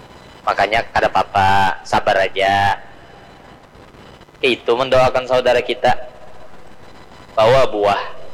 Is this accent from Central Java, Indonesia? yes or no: no; Martapura, South Kalimantan, Indonesia; di kampung kami dah, kampung Melayu, Matapura dah.